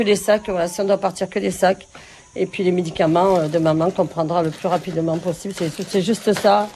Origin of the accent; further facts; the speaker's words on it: Los Gallardos, Andalusia, Spain; Même moi, quand je dis je viens d'Andalousie, je ne disais pas Los Gallardos parce que personne ne connaissait Los Gallardos.